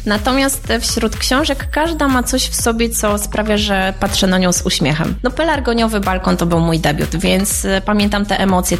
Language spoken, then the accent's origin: Polish; Iława, Warmian-Masurian Voivodeship, Poland; Chcę, żeby wszędzie, gdzie pojawię się na spotkaniu autorskim, wybrzmiało, że jestem z Iławy.